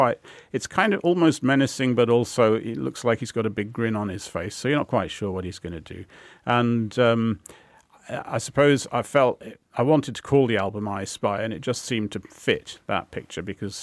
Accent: Walsall, West Midlands, United Kingdom; born there; I was born in Grosvenor Avenue, which is not more than a few hundred metres from the stage where the Streetly Festival happens.

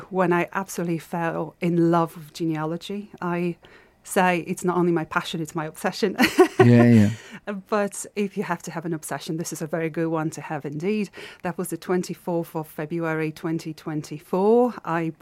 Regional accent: Poland; now in Stourbridge, United Kingdom; From Poland, but for long enough, yes. I've adopted my boyfriend's family as my own and the Black Country, and specifically Wollaston in Stourbridge, very much as my own home and community.

